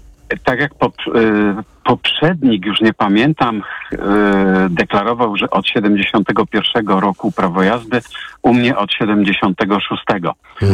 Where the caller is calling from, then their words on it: Poznań, Greater Poland Voivodeship, Poland; jestem z Poznania